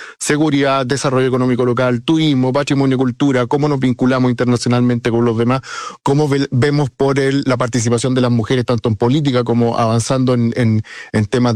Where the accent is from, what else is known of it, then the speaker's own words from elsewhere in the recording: Chile; Nosotros como chilenos